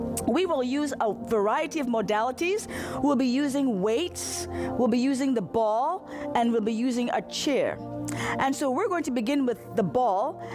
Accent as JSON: {"language": "English", "region": "Ohio", "country": "United States", "said": "I'm from Ohio. I'm a physician"}